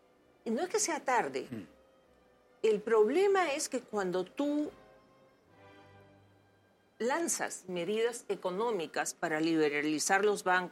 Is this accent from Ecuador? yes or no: no; Peru; como peruanos, ver que una potencia científica y tecnológica invierta no su dinero, sino que venga a poner ciencia y tecnología en nuestro país